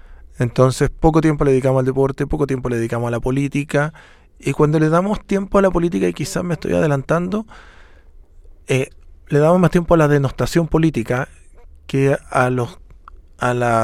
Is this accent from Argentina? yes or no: no; Chile